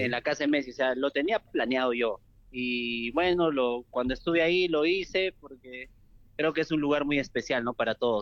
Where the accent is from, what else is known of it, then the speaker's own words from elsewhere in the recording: Arequipa, Peru; En Arequipa, yo soy de Arequipa, del Club Melgar.